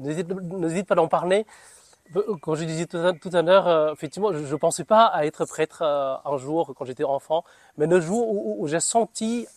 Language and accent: French; Northern Vietnam, Vietnam; now in France; Alors je viens du Vietnam, du nord du Vietnam, il y a presque 20 ans.